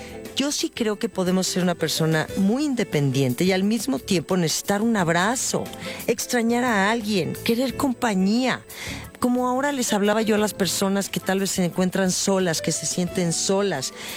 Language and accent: Spanish; Mexico